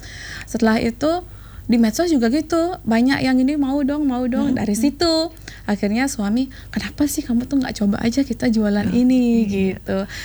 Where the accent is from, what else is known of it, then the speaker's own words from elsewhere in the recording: Bali, Indonesia; kalau kita orang Bali itu kan, bukan orang Bali, Indonesia kayaknya ya.